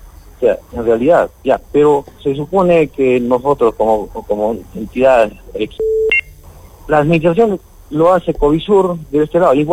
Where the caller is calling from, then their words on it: Arequipa, Peru; nosotros como Arequipeño